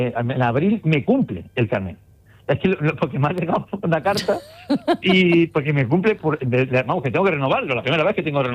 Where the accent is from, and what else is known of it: Jaén, Andalusia, Spain